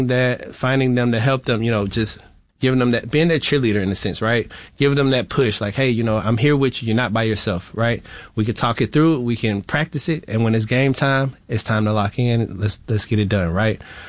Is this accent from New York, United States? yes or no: no; Florida, United States; You know, I was raised in Florida.